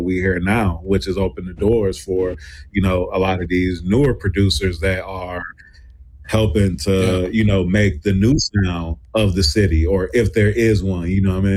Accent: Milwaukee, Wisconsin, United States; when I tell people I'm from the Mill, a lot of times I don't expect them to have a connection with it or know much about the city

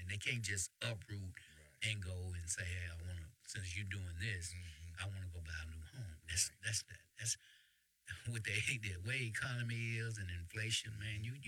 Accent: Shreveport, Louisiana, United States; I grew up in Queensborough

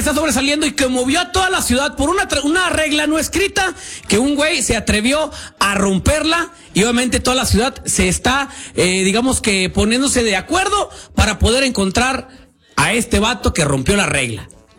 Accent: Durango, Mexico; nosotros que somos de Durango

